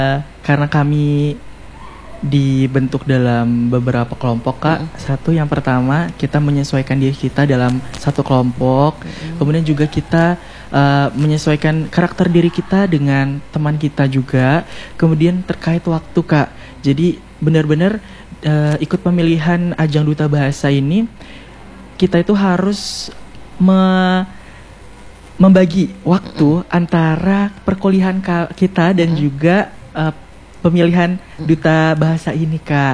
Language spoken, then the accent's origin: Indonesian; Samarinda, East Kalimantan, Indonesia; Asal Ulun dari Samarinda